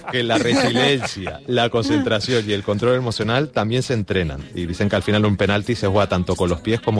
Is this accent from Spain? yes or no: yes; Las Palmas de Gran Canaria, Canary Islands, Spain; Claro, yo nací en Las Palmas de Gran Canaria